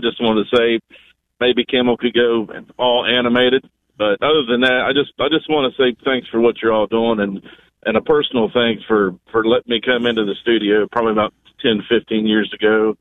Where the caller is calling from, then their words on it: West Virginia, United States; from West Virginia.